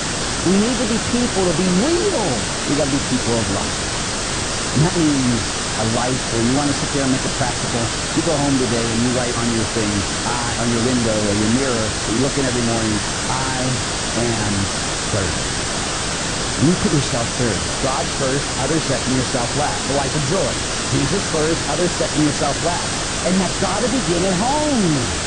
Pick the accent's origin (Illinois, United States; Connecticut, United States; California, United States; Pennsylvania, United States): Pennsylvania, United States; Pittsburgh; I grew up in Pittsburgh, huh?